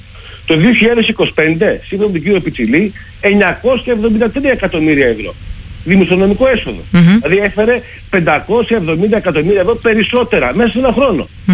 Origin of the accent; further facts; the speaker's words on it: Greece; μου είπανε προχθές ότι τα λέω αυτά επειδή είμαι Έλληνας.